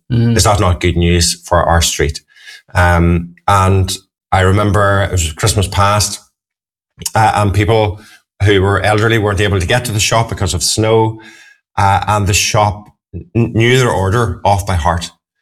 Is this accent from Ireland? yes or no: yes; Ireland; being Irish, large family